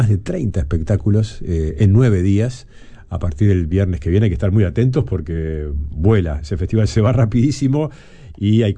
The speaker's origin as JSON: {"language": "Spanish", "region": "Montevideo", "country": "Uruguay", "said": "no somos tantos los uruguayos y los montevideanos"}